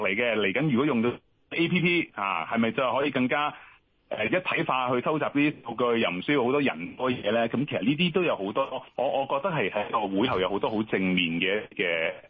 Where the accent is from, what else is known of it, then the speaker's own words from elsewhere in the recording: Hong Kong; 我哋香港人